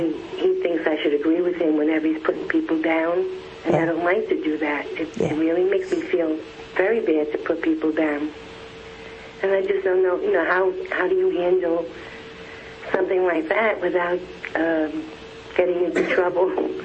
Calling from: Florida, United States; I'm from Florida.

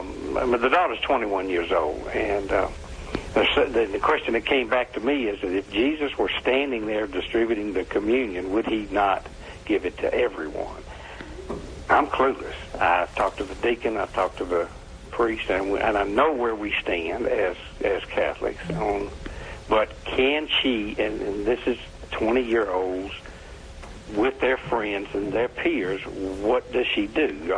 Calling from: Atlanta, Georgia, United States; Atlanta, Georgia.

